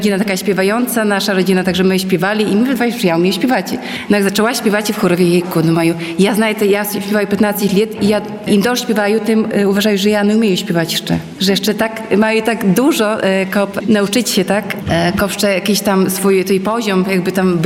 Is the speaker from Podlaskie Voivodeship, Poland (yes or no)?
yes; Łosinka, Podlaskie Voivodeship, Poland; ja na przykład dojeżdżaję z Hajnówki, ale pochodzę z Łosinki i też jakby, no, związana no, sercem z Łosinką, tak, bo tutaj wychowała się, tutaj chodziła do szkoły, tutaj rodzice żyli